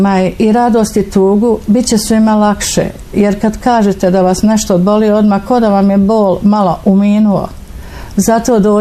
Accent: Tuzla, Federation of Bosnia and Herzegovina, Bosnia & Herzegovina; a ja sam prava Tuzlanka. Mislim, tu sam rođena, školovala se, odrasla, udala i evo, doživjela starost

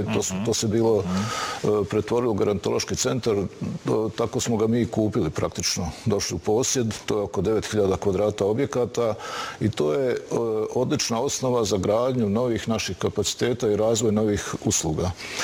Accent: Banja Luka, Republika Srpska, Bosnia & Herzegovina; ja sam odrastao i rođen u Banja Luci, tako da je to za mene bio i ostaće Šeher.

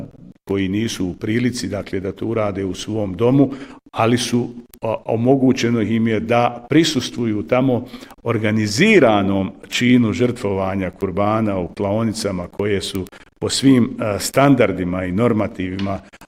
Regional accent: Višegrad, Republika Srpska, Bosnia & Herzegovina; kojeg se ja sjećam kao dječak u mom zavičaju, ja sam neko ko se rodio, dakle, u okolini Višegrada, kako je to bilo u mojoj porodici, kako je to bilo u mom selu, kako je to bilo u mom kraju

